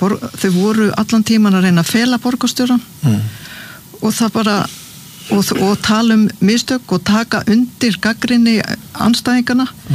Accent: Suðurnesjabær, Southern Peninsula, Iceland; samfylkingin vann sigur í Suðurnesjabæ, mínum heimabæ fengu 34%

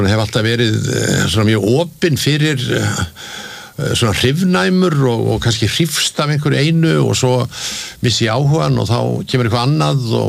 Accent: Reykjavík, Capital Region, Iceland; Já, ég sko alveg upp í Laugarneskverfinu og, og og hérna bjóð þar þegar ég var ungur maður

